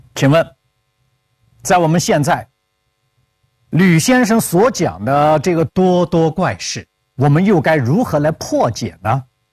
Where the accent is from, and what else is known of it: China; first language Chinese